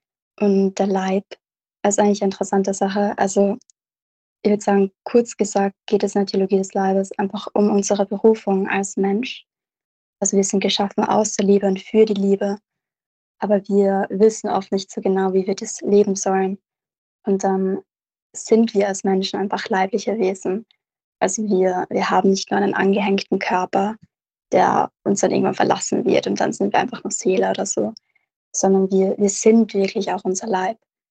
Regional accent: Villach, Carinthia, Austria; ich bin gerade zugeschaltet von Villach, von Kärnten, wo ich herkomme und gerade Heimurlaub mache, sozusagen.

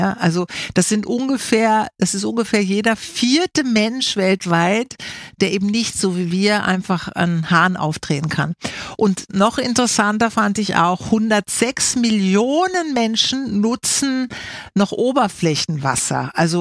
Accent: Austria; diese Dankbarkeit auch dafür, dass wir Wasser haben hier bei uns in Österreich

